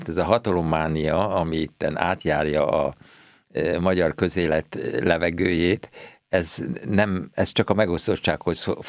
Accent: Hungary; mint magyar társadalom, hívők

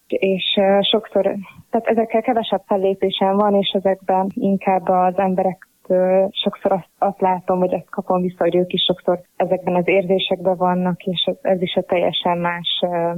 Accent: Upper Hungary, Slovakia; felvidéki magyar vagyok, szlovákiai magyar vagyok

